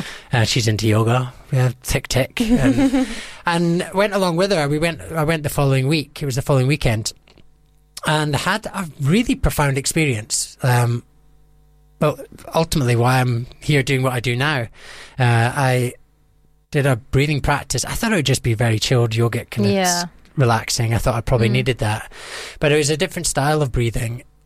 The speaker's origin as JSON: {"language": "English", "region": "Scotland", "country": "United Kingdom", "said": "I'm from Scotland, so there's a bit of cultural differences as well."}